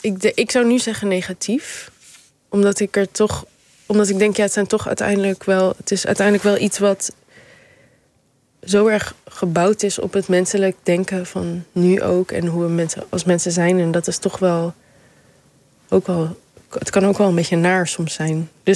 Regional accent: Amsterdam, North Holland, Netherlands; moved away as an adult; now in Rotterdam, Netherlands; En ik woon ook sinds een aantal jaar in Rotterdam. Ik kom uit Amsterdam.

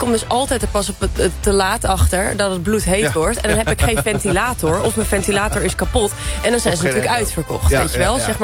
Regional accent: Netherlands; En wij als Nederlanders gaan het er weer lekker uitgebreid over hebben.

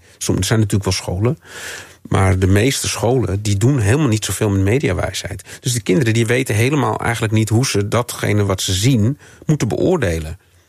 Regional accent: Amsterdam, North Holland, Netherlands; born there; Toen ik als puber in Amsterdam geweigerd werd bij discotheken.

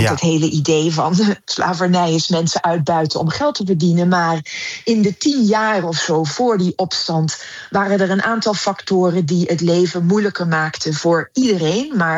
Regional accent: Netherlands

